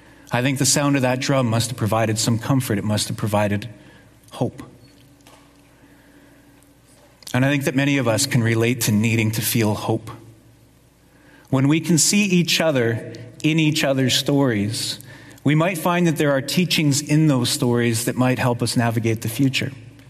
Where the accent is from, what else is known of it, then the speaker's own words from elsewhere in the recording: Winnipeg, Manitoba, Canada; I come from Winnipeg.